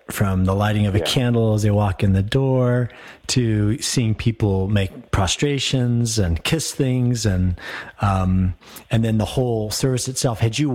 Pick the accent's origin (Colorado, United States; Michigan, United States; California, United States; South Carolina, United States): Colorado, United States; Aurora; moved away; I grew up and went to high school in Aurora.